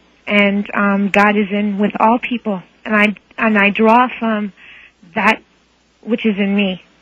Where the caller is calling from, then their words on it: Cape Girardeau, Missouri, United States; Cape Girardeau, Missouri.